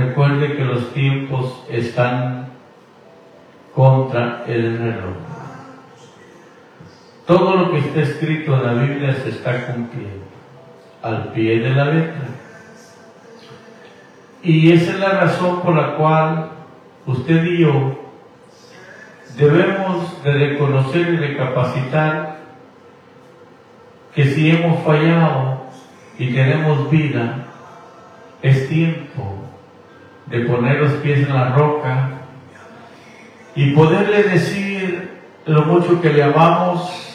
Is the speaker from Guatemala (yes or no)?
yes; Guatemala; now in United States; nacido en Guatemala, viviendo aquí en Estados Unidos